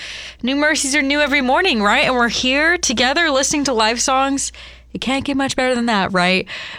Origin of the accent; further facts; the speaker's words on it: Texas, United States; It's about a young Texas boy in my home state.